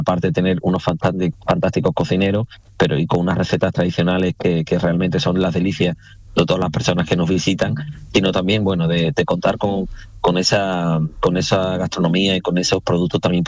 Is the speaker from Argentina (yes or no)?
no; Huelva, Andalusia, Spain; yo soy una persona de Huelva, me he formado en Huelva, vivo en Huelva, he hecho mi familia en Huelva